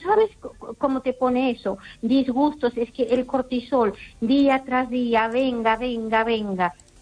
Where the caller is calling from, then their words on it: Ourense, Galicia, Spain; aquí de Orense, ¿sabes?